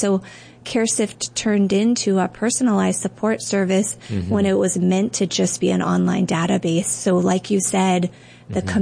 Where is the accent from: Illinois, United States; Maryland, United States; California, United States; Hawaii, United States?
Hawaii, United States; Kaneohe; I am proud to say that I'm from Kaneohe, Windward Side